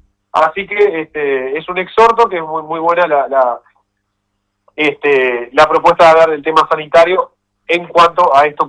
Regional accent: Uruguay

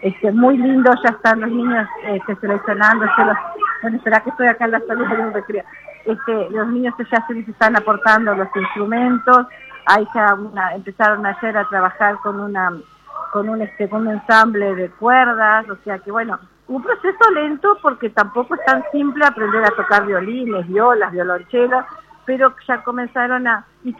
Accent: Tacuarembó, Uruguay; somos Tacuarembó, tierra de … del tango y del folclore

